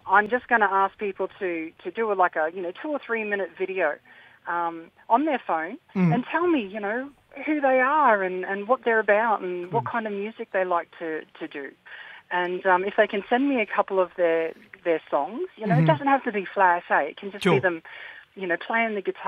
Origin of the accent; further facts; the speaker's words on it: Chillagoe, Queensland, Australia; now in Mareeba, Australia; growing up in Chiligo, there wasn't a whole lot to do except, going camping and fishing